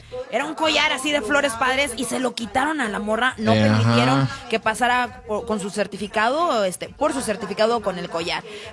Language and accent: Spanish; Mexico; Yo soy mexicana y orgullosa, pero las reglas son reglas